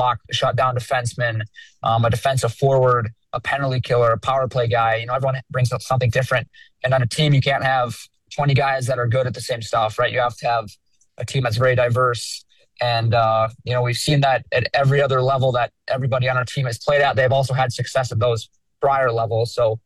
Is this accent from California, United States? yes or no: no; Minnetonka, Minnesota, United States; Yeah, you know, growing up in Minnetonka was great. No bad things to say there, only great things to say.